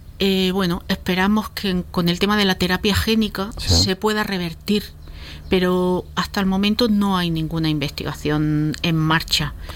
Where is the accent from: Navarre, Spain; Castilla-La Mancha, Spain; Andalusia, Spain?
Andalusia, Spain; Almería; moved away as an adult; also born or lived in Fondón / El Puerto de Santa María; now in Granada, Spain; Yo soy de Almería y bueno, lo único que llevo desde el 2012 viviendo en Granada, o sea que tengo el corazón partido.